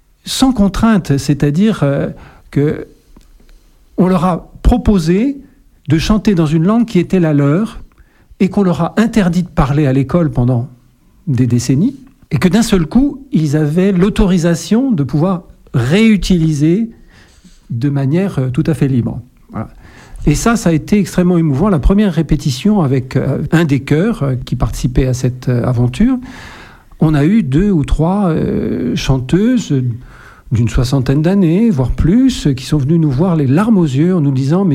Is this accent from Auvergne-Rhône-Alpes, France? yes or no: no; Paris, Île-de-France, France; born there; moved away as an adult; now in Dordogne, France; Moi, je ne suis pas un occitaniste de naissance, puisque je suis né parisien. En revanche, je me suis installé en Périgord et j'ai une famille périgourdine maintenant, et cette famille périgourdine est locutrice occitane.